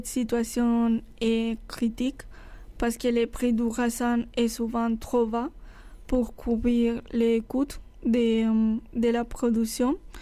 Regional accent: Castilla-La Mancha, Spain; French is a second language; moved away; moi, je viens de Castilla-La Mancha, qui c'est en région... qui vivent de l'agriculture, parce que c'est un llanure, donc ça permet de l'agriculture

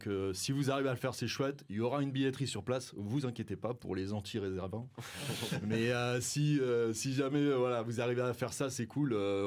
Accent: Occitanie, France; Donc du handpan et un chant inspiré d'un vieux poème Cévenol, parce que moi je viens des Cévennes.

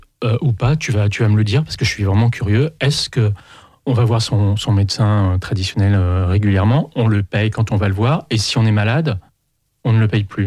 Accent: France; chez nous, en France particulièrement.

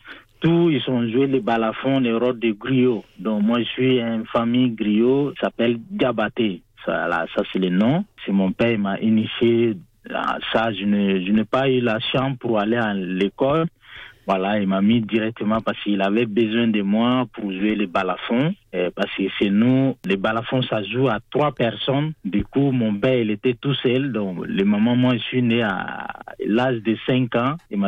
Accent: Hauts-Bassins, Burkina Faso; moved away as an adult; also born or lived in Toulouse; now in near Marseille, France; Mon pays, c'est Burkina Faso. Moi, je suis né à côté de la deuxième capitale de Bobo Dioulasso. C'est à côté de Bobo Dioulasso et la ville s'appelle Toronso. Okay. Voilà, donc moi, je suis né là-bas, c'est un petit village, et voilà, je suis au Burkina Faso.

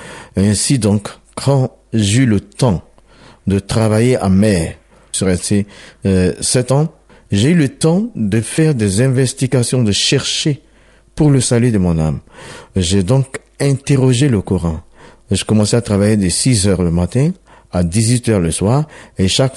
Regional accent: Côte d’Ivoire; je suis originaire de la Côte d'Ivoire.

